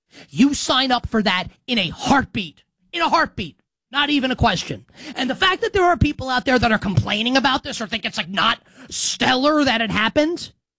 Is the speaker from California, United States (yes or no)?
no; New York, United States; And I'll tell you, as a New Yorker, I don't necessarily love to see Philadelphia as up as it is